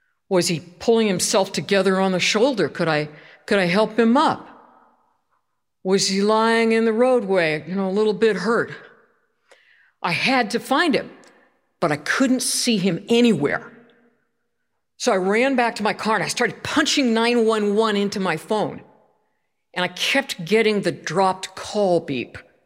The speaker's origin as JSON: {"language": "English", "region": "East Coast", "country": "United States", "also_born_or_lived": "California", "said": "And I spent about half my life on the East Coast. I'm from the East Coast. About half my life in California."}